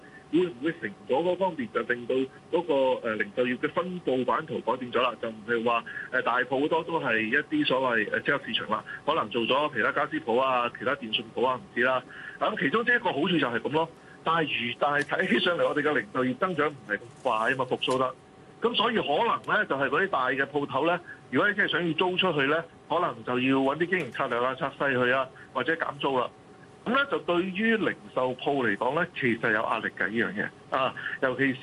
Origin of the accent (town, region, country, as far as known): Hong Kong